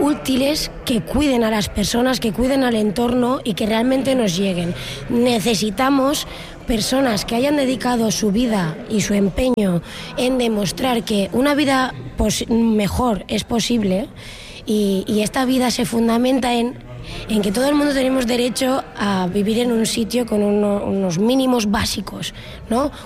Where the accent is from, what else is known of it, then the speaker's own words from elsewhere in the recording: Canals, Valencian Community, Spain; soy de Canals, Valencia.